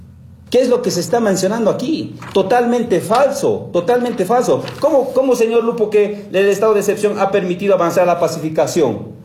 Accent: Bolivia; todos los que somos bolivianos y bolivianas

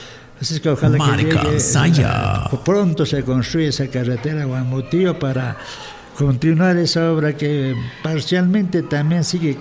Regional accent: Peru; donde vamos a dejar nuestros huesos, porque somos auténticos peruanos.

